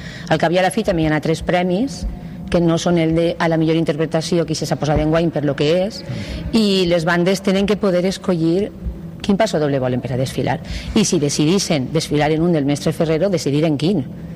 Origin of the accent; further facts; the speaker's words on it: Ontinyent, Valencian Community, Spain; com jo soc d'Ontinyent